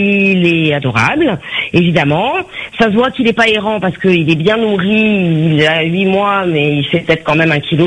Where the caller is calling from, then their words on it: Saint-Denis, Réunion; je suis à la Providence, mm-hmm. à Saint-Denis